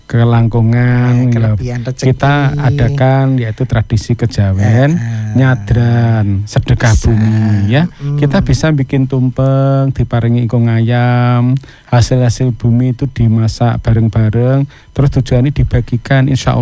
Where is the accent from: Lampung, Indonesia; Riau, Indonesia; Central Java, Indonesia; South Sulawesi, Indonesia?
Central Java, Indonesia; Purwodadi; born there; moved away; Saya kan di Prodedi